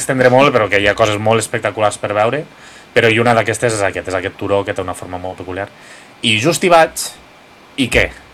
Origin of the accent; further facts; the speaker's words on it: Lleida, Catalonia, Spain; Jo que sóc de Lleida, sóc valent, amb pantalons curts i samarreta curta